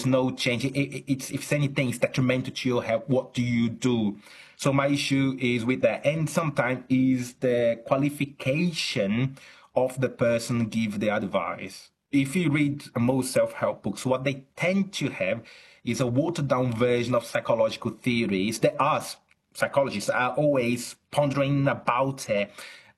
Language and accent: English; Brazil; now in Chichester, United Kingdom; I'm originally from Brazil, although I'm academic in at the University of Chichester in the UK. I see a lot of that also in Brazil.